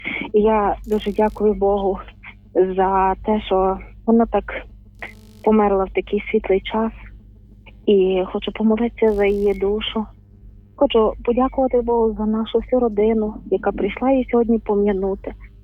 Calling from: Lviv, Lviv Oblast, Ukraine; Я зі Львова вам телефоную.

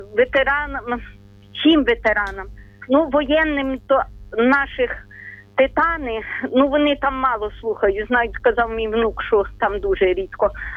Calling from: Ternopil Oblast, Ukraine; Тернопільщина.

